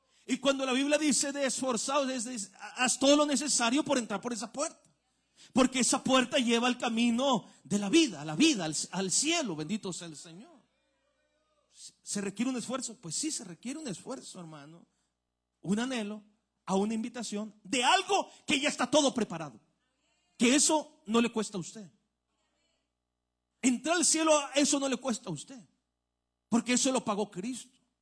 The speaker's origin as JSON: {"language": "Spanish", "country": "Mexico", "said": "nosotros somos mexicanos, hermano."}